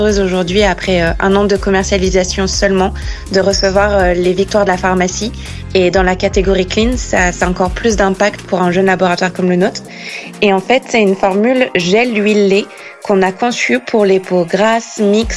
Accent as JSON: {"language": "French", "area": "Île d'Oléron", "region": "Nouvelle-Aquitaine", "country": "France", "moved": "yes", "lives_now": "La Rochelle, France", "said": "nous, on vient de l'île d'Oléron et on est aujourd'hui sur La Rochelle."}